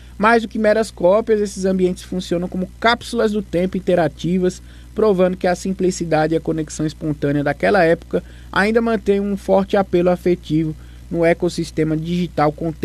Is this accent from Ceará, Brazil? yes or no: no; São Paulo, Brazil; E como eu vim de São Paulo, eu lembro que eu ficava conversando pelo MSN com amigos de São Paulo